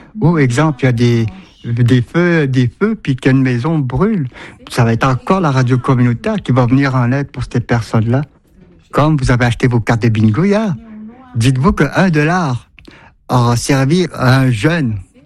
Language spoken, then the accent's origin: French; Pessamit, Quebec, Canada; Je suis natif de Pessamit.